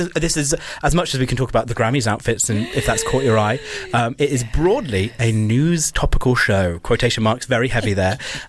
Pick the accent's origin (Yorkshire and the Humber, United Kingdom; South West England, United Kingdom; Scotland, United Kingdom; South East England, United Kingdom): South West England, United Kingdom; Dorset; born there; now in London, United Kingdom; Dorset Council, one close to my heart, my Dorset Council, probably my hometown council